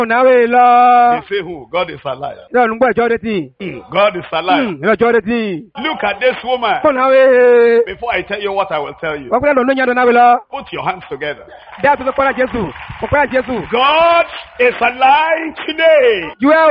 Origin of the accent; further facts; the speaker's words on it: Nigeria; Because I came from Nigeria, Africa.